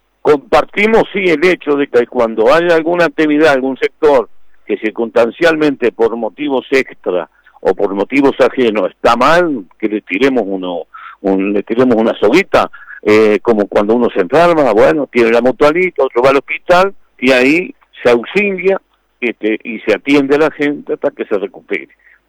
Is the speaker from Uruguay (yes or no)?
yes; Uruguay